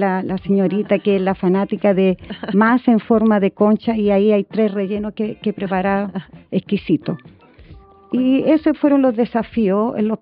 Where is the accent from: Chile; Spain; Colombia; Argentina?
Chile; Vicuña, Coquimbo; born there; moved away; also born or lived in southern Chile; Cuando me vine a Vicuña en el 2019, cuando retorno a mi tierra